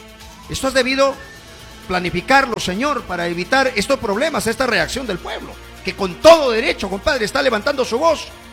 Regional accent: Jaén, Cajamarca, Peru; Yo soy de Jaén

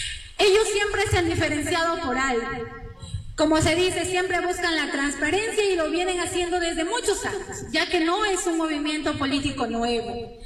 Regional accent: Urubamba, Cusco, Peru; como ciudadana cajarurina, como cubambina, y con ese amor que siento por mi tierra, por mi pueblo que me ha visto nacer y crecer y desarrollarme en muchos sentidos, como profesional, como comerciante y en todo mi ámbito

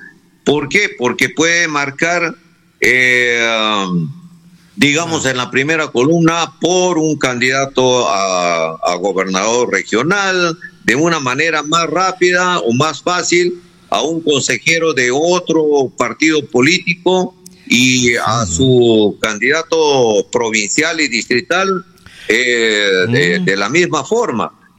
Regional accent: Amazonas, Peru

